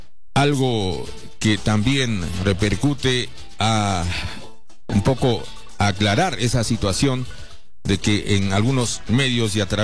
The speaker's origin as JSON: {"language": "Spanish", "country": "Peru"}